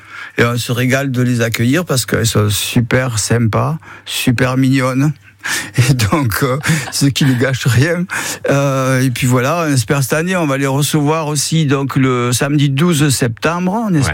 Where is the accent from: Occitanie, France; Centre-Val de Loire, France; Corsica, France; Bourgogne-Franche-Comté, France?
Occitanie, France; on est originaire du Pyrénées orientales.